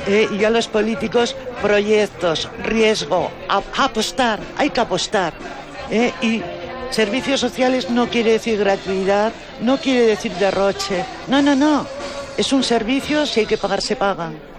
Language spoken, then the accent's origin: Spanish; Aragon, Spain; moved away; Soy de la Guarguera, sí. Por eso quise volver aquí